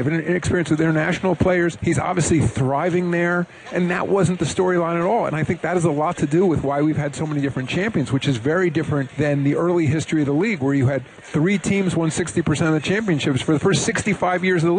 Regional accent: New York City, New York, United States

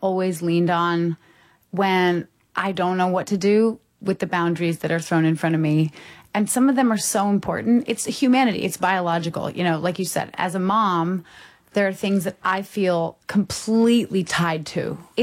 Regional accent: Vermont, United States; Growing up in Vermont, which is an amazing place to grow up

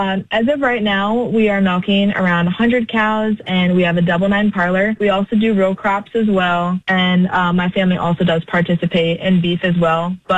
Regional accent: Waterville, Iowa, United States; So I'm from Waterville, Iowa. So that's located in Elmaquy County, northeast corner of Iowa. I grew up on my family's dairy farm.

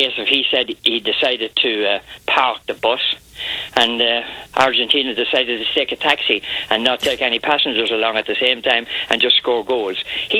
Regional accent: Ireland; Yeah, I'm Irish.

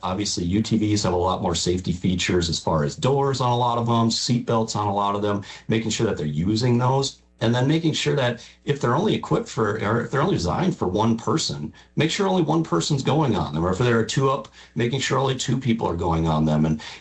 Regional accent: Minnesota, United States; growing up in Southwest Minnesota, Jesse, I think you growing up in Iowa, we had a lot of fun out on the farm.

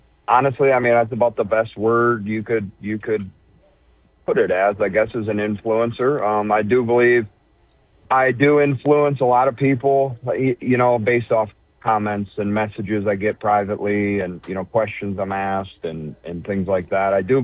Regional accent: Ubly, Michigan, United States; moved away as an adult; I grew up in the Thelma, Michigan, specifically the Ubley area, and since I grew up, became an adult, had my own family, and have changed geographical locations

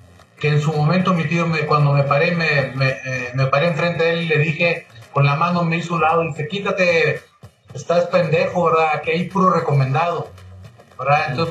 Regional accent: Saltillo, Coahuila, Mexico; Aunque tenía 9 años, y la primera vez que salí de Saltillo fui a un estadio allá en Monterrey

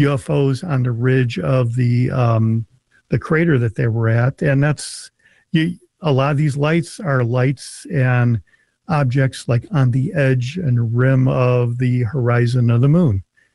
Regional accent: Illinois, United States; I'm from Illinois.

